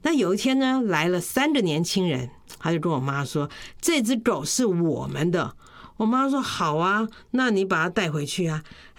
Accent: Taichung, Taiwan; born or raised there

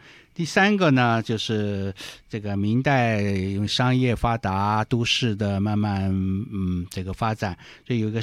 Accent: Fujian, China; 因为我的老家在福建呢

